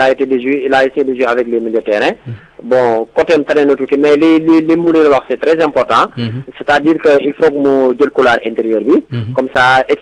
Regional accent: Senegal; je suis un Sénégalais

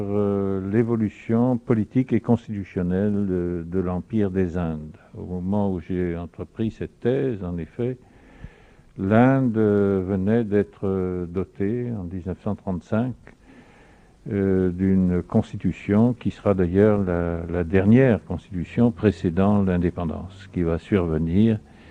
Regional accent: Brittany, France; born there; français et peut-être breton d'abord, puisque je suis né en Bretagne. Et par conséquent, j'appartiens à une ethnie importante en France, qui a sa langue propre, qui a sa culture, qui a sa civilisation.

